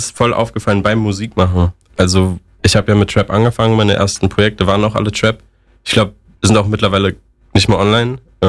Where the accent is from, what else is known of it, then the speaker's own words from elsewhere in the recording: Mönchengladbach, North Rhine-Westphalia, Germany; Ich bin einfach der Typ aus Gladbach